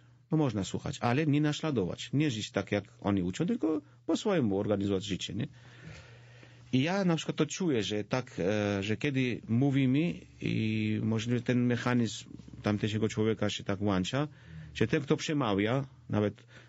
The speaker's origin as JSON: {"language": "Polish", "country": "Georgia", "also_born_or_lived": "Warsaw, Poland", "second_language": "Polish", "said": "Ale o mnie, ponieważ jestem Gruzinem, to była ta konkretna prośba."}